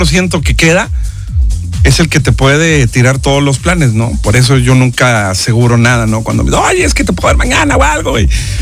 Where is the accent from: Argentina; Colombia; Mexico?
Mexico